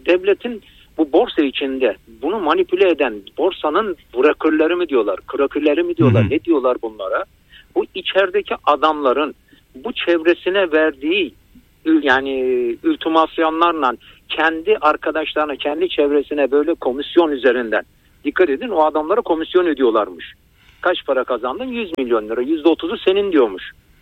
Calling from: Istanbul, Turkey; Ben İstanbul'dan.

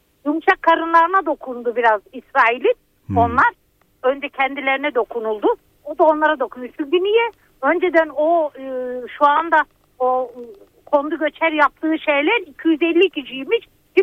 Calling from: Izmir, İzmir, Turkey; İzmir'den arıyorum ben.

